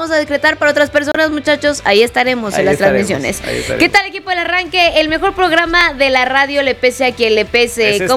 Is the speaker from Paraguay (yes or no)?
no; Mexico City, Mexico; de Ciudad de México.